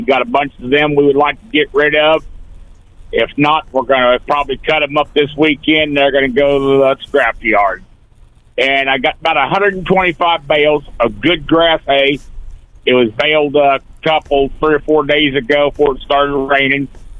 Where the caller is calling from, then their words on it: LaGrange, Missouri, United States; I'm calling from LaGrange this morning.